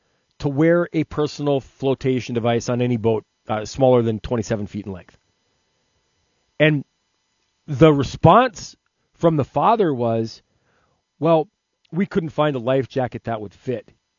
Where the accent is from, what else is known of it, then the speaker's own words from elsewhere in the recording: Williston, North Dakota, United States; I am a North Dakota native. I began my career, well, across the state. So I was born in Williston. I lived in Lemoore. I went to high school in Valley City.